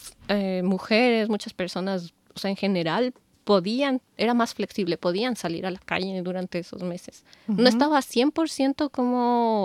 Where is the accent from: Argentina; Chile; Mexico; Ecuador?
Ecuador; Quito, Pichincha; now in Europe; mi ciudad de origen.